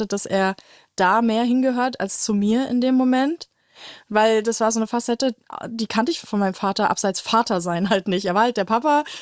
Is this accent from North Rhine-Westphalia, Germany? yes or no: no; Frankfurt, Hesse, Germany; So als Kind in Frankfurt